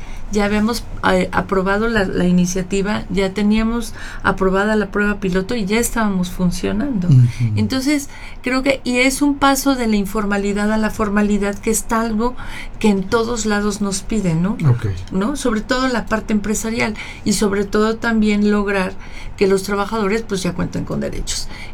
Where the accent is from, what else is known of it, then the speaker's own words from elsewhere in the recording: Mexico; nos da un lugar importante como mexicanos